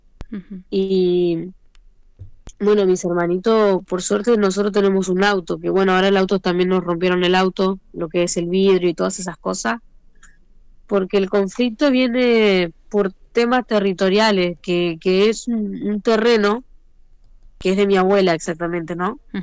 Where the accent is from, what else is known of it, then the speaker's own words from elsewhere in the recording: Río Gallegos, Santa Cruz, Argentina; now in Quilmes, Argentina; Claro, yo hace 2 años me vine acá a lo que es la provincia de Buenos Aires. En Quilmes Oeste estoy yo.